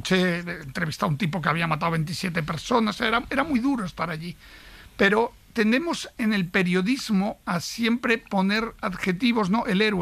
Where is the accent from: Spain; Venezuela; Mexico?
Spain; now in Italy; No, no creo que vaya a volver a España. Yo soy también italiano, mi mujer es italiana